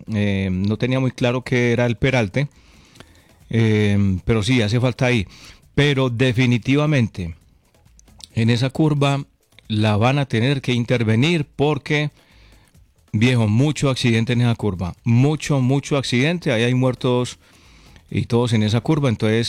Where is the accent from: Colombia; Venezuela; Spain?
Colombia; Concordia, Antioquia; los que hay en mi pueblo, hay un policía, pues, así le llamamos pues mal llamado, ¿cierto? Un policía acostado. Cuando usted vaya a Concordia, pregunte por el policía acostado que está en la esquina de Don Juanjo.